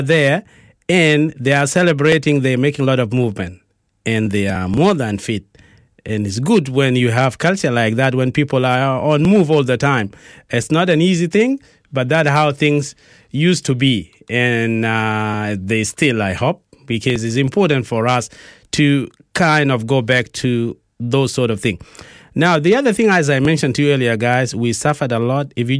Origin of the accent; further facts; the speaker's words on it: South Sudan; moved away; also born or lived in Sudan (north); we as South Sudanese